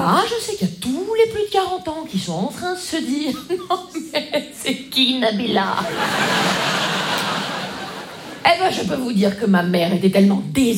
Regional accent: Grand Est, France; Oui. Vous savez, c'est en France. C'est juste avant l'Ukraine, vous voyez. En Lorraine. Dans les Vosges, il y a plein de trucs à faire. Il n'y a rien, en fait. Si, il y a du ski. On fait du ski. Et moi, je skiais à la Bresse.

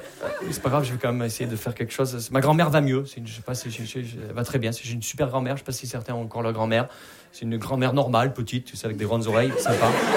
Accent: Perpignan, Occitanie, France; accent: Perpignan; Vous l'entendez à mon accent, je viens pas de Paris. Je viens de Perpignan. Ouais. Alors je sais ce qu'on dit de Perpignan.

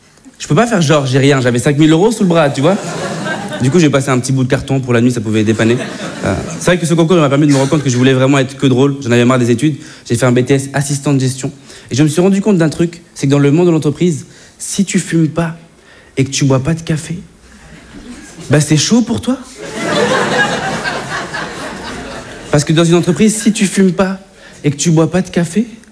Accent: Bordeaux, Nouvelle-Aquitaine, France; moved away as an adult; now in Paris, France; Moi je viens de Bordeaux.

